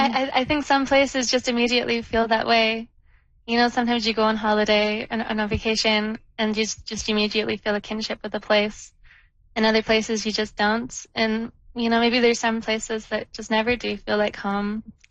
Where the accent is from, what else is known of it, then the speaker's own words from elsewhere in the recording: United Kingdom; I'm British and I see all the golden syrup and funny cordials and everything else, you know, for myself and, you know, my brethren who are missing home.